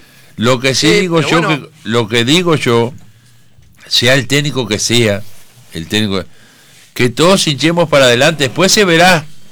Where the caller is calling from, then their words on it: Uruguay; esto es Uruguay, somos tú uruguayos